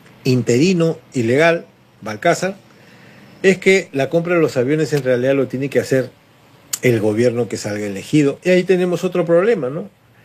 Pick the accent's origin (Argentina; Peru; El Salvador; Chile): Peru